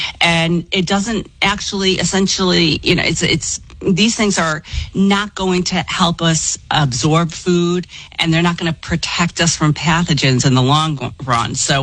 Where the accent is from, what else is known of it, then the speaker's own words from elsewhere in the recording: Ireland; And don't forget, I'm the Irish dietitian, so we don't count alcohol calories, right?